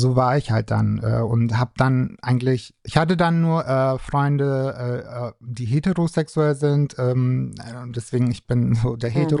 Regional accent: Rothenburg ob der Tauber, Bavaria, Germany; Ich bin aus Franken. Und erstmal war das schon mal so dieses, oh mein Gott. Und wir sind beide fränkisch. Sache war die so, weil ich komme aus der Kleinstadt Rodenburg

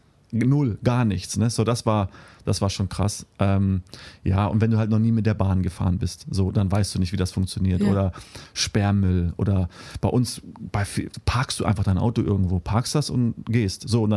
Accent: Namibia; Meine Heimat ist Namibia und wird auch immer Namibia sein. Also Namibia ist so tief in mein Herzen eingegangen. Du kannst mich aus Namibia nehmen, aber du kannst Namibia nicht aus mir nehmen.

